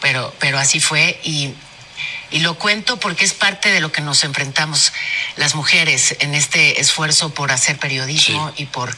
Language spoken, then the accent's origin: Spanish; Mexico; soy periodista mexicana